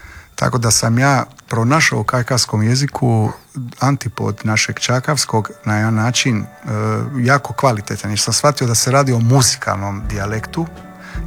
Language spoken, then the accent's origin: Croatian; Zagreb, City of Zagreb, Croatia; Pa, ja sam Zagrepčanin, mislim, moramo biti iskreni, ja govorim o svom podrijetlu, ali ja sam 86. u Zagrebu.